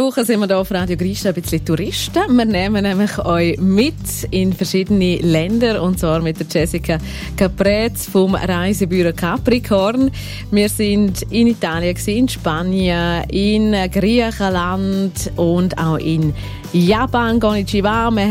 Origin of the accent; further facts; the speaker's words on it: Switzerland